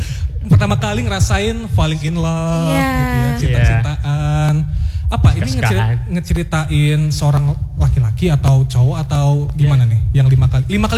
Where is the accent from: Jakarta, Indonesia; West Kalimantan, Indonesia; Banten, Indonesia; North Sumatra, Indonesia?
Banten, Indonesia; Serang; Aku orang Serang